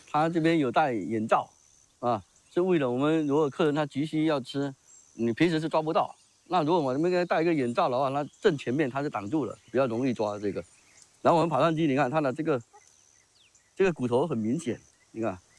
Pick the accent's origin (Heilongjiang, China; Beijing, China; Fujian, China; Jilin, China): Fujian, China; 我们闽南话有丑年